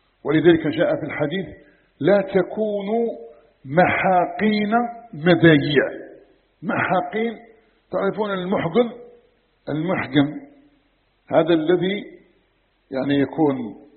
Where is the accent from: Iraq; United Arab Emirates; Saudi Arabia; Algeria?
Algeria; عندنا في الجزائر